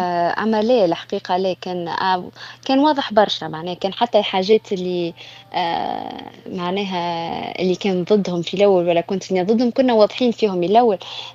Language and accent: Arabic; Tunisia; moved away as an adult; now in United States; كيف نتكلم كما نقول راني من تونس معناها بالاكسون ما يعرفونيش راني اجنبيه